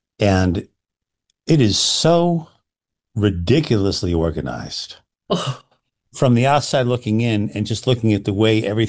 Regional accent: New York, United States; moved away; I'm from New York.

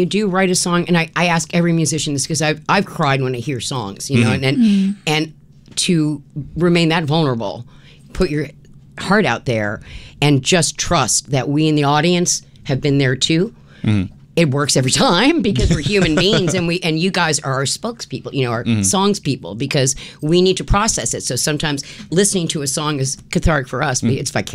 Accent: New York City, New York, United States; moved away; I'm from New York City.

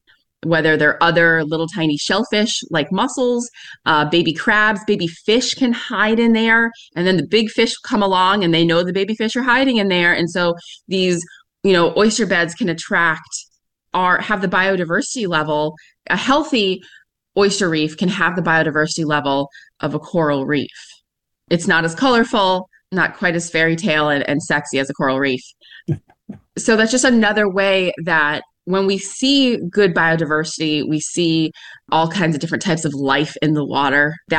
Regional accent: Oak Bluffs, Massachusetts, United States; I'm from Oak Bluffs, born and raised in Oak Bluffs.

